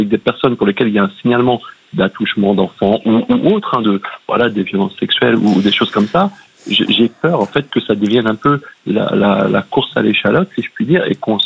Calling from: Caen, Normandy, France; De Caen, dans le Calvados.

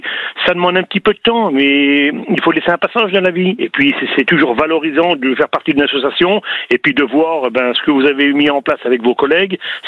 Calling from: Bar-le-Duc, Grand Est, France

